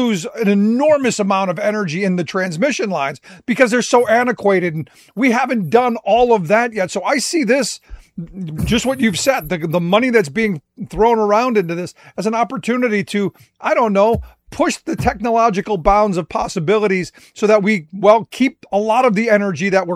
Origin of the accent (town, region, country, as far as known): Cleveland, Ohio, United States; born or raised there